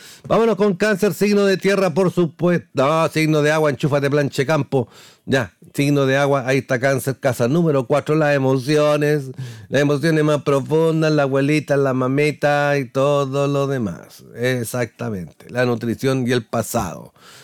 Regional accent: El Carmen, Ñuble, Chile; Somos del Carmen, capital de la Castaña.

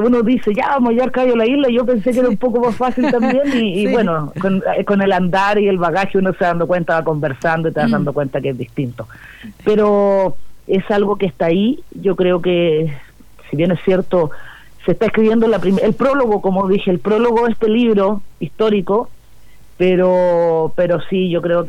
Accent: Chile; como chilenos y como criadores de caballos chilenos

